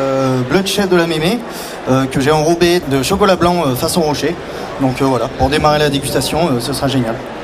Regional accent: Saint-Maur-les-Prairions, France; Un vin de noix qui est récolté et produit dans mon village où j'ai grandi, à Saint-Maur-les-Prairions, par monsieur Levatou.

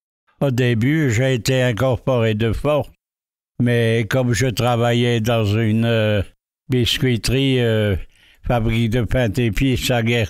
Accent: Strasbourg, Grand Est, France; born there; Je suis né à Strasbourg le 4/12/1921.

